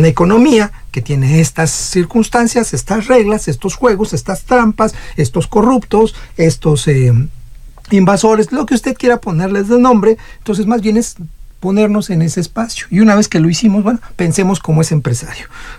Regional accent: Mexico; Al final del día, pues somos un empresario mexicano que tiene las condiciones reales de la economía en este país.

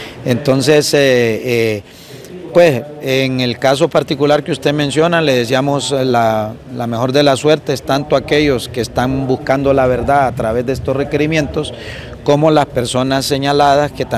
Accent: Honduras

